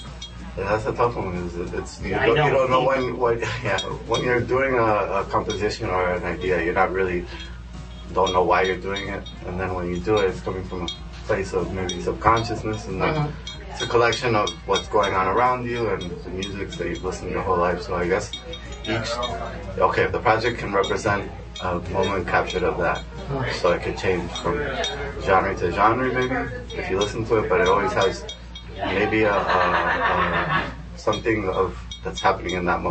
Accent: Dominican Republic; I grew up in Dominican Republic.

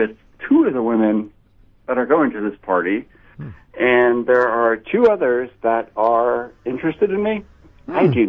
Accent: New Jersey, United States; now in West Virginia, United States; Well, West Virginia, originally from New Jersey.

